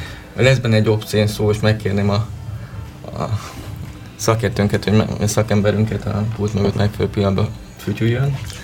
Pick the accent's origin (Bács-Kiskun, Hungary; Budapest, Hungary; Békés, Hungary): Bács-Kiskun, Hungary; Én például Bács megyéből származom